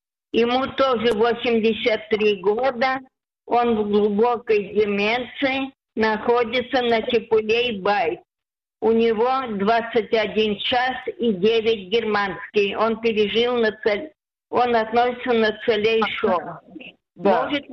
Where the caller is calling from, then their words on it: Rishon LeZion, Central District, Israel; Я из Ришон-Лициона.